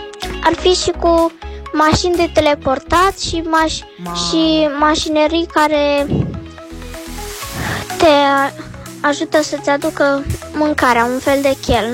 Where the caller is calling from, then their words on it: Galați, Galați County, Romania; din Galați, am 10 ani